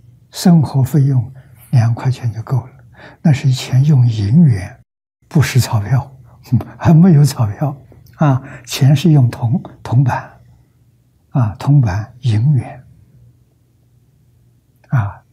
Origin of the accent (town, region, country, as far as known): China